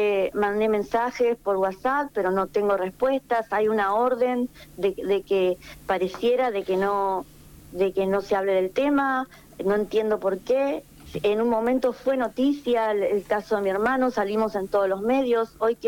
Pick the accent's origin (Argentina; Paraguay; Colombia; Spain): Argentina